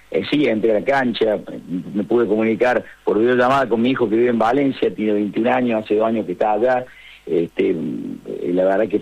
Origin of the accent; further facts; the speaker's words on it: Córdoba, Argentina; eso a mí me llena de alegría como cordobés